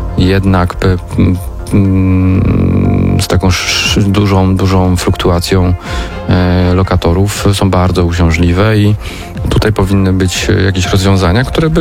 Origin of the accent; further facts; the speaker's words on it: Warsaw, Masovian Voivodeship, Poland; Dla mnie jest kwestia jedna, jestem warszawiakiem i dbam o mieszkańców